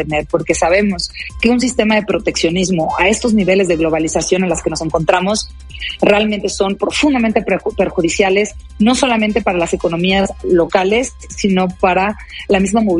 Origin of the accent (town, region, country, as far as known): Mexico